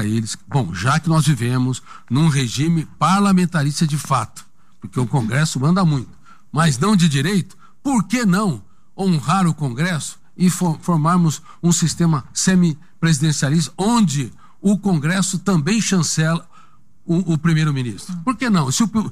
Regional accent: Colina, São Paulo, Brazil; born there; Por exemplo, na minha querida cidade, onde eu nasci, Colina.

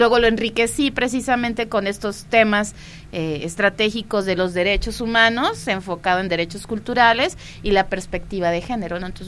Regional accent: Morelos, Mexico; Porque además yo no soy de Ciudad de México, yo soy de Morelos.

